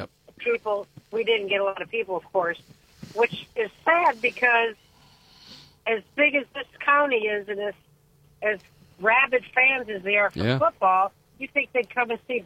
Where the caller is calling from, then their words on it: Ashland, Ohio, United States; I'm from Ashland